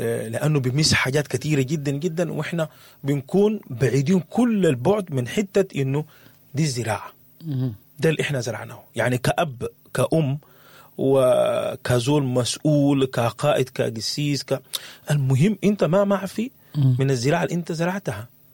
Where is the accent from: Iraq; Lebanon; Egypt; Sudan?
Sudan; احنا نقربها كسودانيين